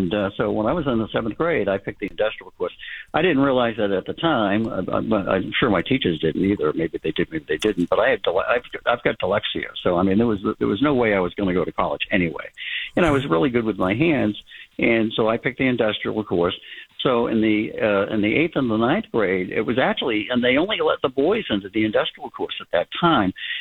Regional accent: Lynn, Massachusetts, United States; born there; now in Wakefield, United States; When I was in the seventh grade, I went to public school in Lynn

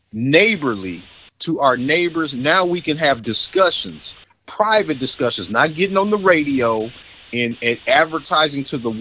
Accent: Omaha, Nebraska, United States; I grew up in Omaha, Nebraska.

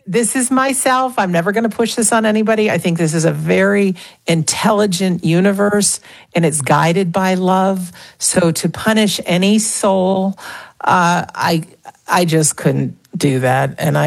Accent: Connecticut, United States; also born or lived in Massachusetts; now in Rhode Island, United States; But I grew up in Connecticut, born in Massachusetts, currently reside.

